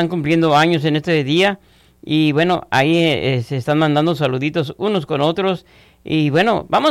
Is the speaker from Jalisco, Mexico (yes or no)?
yes; Unión de Guadalupe, Jalisco, Mexico; moved away; also born or lived in Ciudad Guzmán; mi pueblo de Unión de Guadalupe